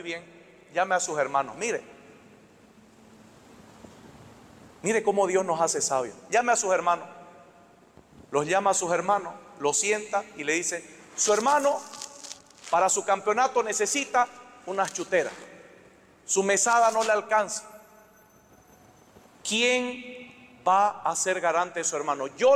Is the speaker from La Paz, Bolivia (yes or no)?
no; Montero, Santa Cruz, Bolivia; yo nací en Montero, yo soy de Montero.